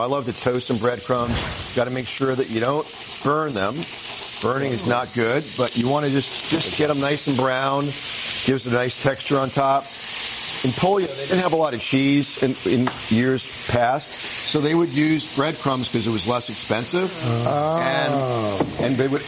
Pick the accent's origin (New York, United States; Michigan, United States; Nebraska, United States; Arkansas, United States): New York, United States; The Bronx; I grew up in the Bronx, and this is just great to be in here today, and it was great working with her.